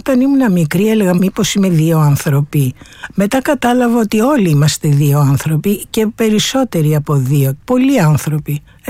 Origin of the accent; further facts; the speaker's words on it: Athens, Attica, Greece; born there; Εγώ γεννήθηκα στην Αθήνα, στα Εξάρχεια, και το λέω αυτό γιατί έχει και μια ιδιαίτερη βαρύτητα η περιοχή και την έχω ενσωματώσει αυτή την βαρύτητα των Εξαρχείων. Η καταγωγή μου είναι από τη μια μεριά από τον πατέρα μου, από την Κωνσταντινούπολη, και από την άλλη μεριά από τη μητέρα μου, από τη Μάνη.